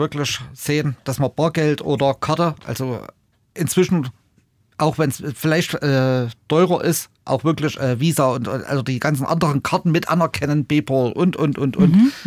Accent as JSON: {"language": "German", "country": "Germany", "said": "Ich bin Deutscher"}